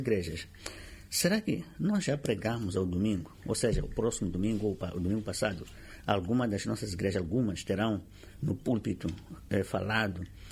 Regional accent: Mozambique; nós como moçambicanos

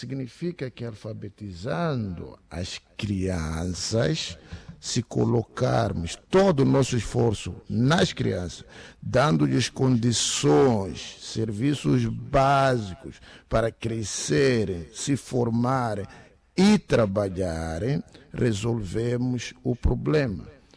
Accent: Mozambique; Nós somos moçambicanos.

